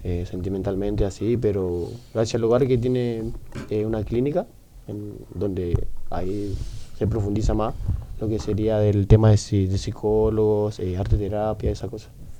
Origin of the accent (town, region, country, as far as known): Corrientes, Argentina; moved away as an adult; now in Reconquista, Argentina